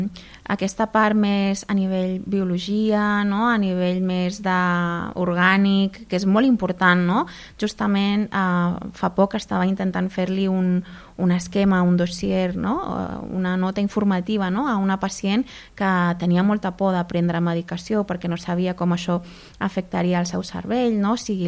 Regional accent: Argentina; now in Caldes, Spain; Aquesta perspectiva a nivell de persona de fora, perquè jo sóc de l'Argentina, veure, no?

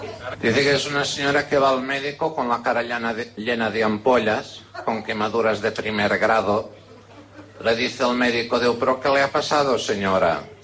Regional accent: Spain; first language Catalan; Spanish is a second language; un placer estar con todos ustedes para interpretarles unos cuantos chistes acudits, como digo en mi lengua madre

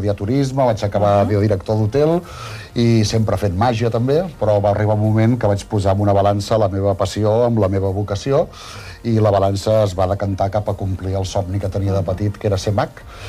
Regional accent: Bràfim, Catalonia, Spain; Sí, jo soc de Bràfim, és un poblet de 700 habitants

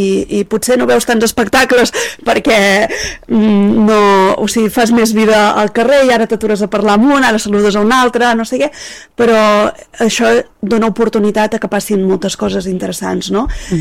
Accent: Arbúcies, Catalonia, Spain; Jo vinc d'Arbúcies.

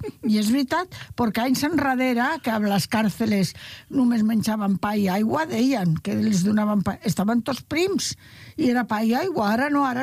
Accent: Madrid, Community of Madrid, Spain; now in Arenys, Spain; Pues hay una madrileña aquí que se pasa, eh, de raya.

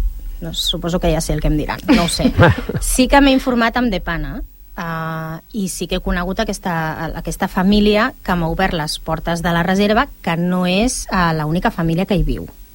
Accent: El Prat de Llobregat, Catalonia, Spain

